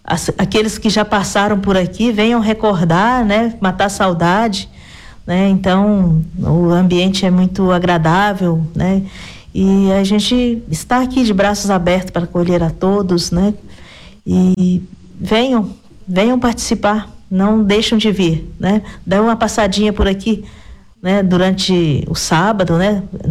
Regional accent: Minas Gerais, Brazil; A gente dá um jeitinho, pode vir, ainda mais que nós somos mineiro sempre dá um jeitinho.

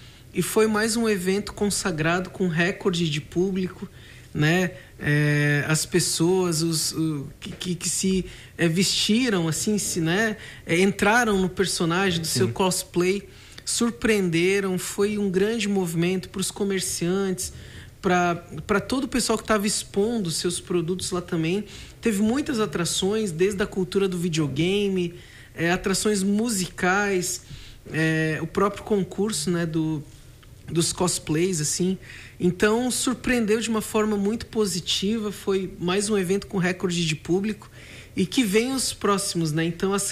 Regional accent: Tubarão, Santa Catarina, Brazil; Eu fui criado ali na Rua Piedade, aqui embaixo, na Toca.

